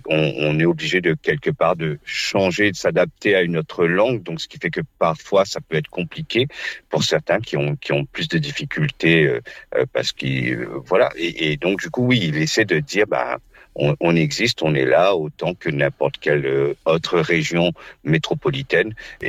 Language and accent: French; Réunion; first language Réunion Creole; French is a second language; le créole quand même soit reconnu et pas juste une seconde langue, puisqu'on vit avec ça, on est avec ça, c'est notre langue natale.